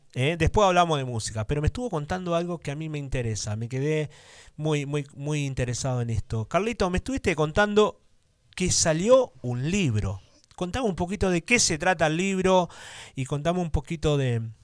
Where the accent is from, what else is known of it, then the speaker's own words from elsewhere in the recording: Reconquista, Santa Fe, Argentina; mi Reconquista querido